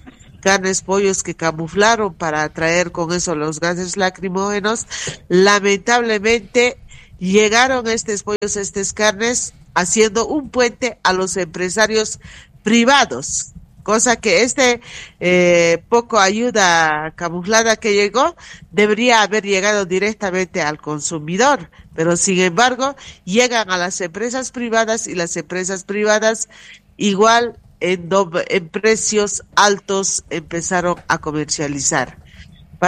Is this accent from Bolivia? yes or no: yes; Cochabamba, Bolivia; Nosotros como pueblo boliviano o como la región del trópico de Cochabamba